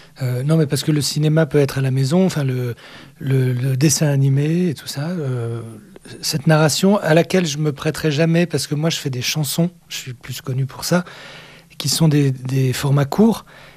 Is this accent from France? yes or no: yes; France; même si moi, je suis français